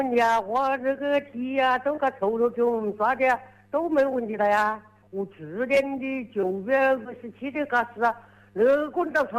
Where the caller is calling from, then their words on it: Shishou, Hubei, China; 我是说桃花山镇吴泾口村